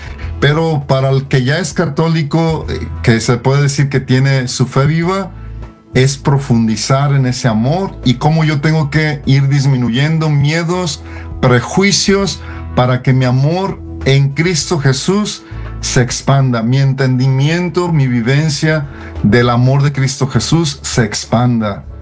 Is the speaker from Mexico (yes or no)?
yes; Mexico; yo como mexicano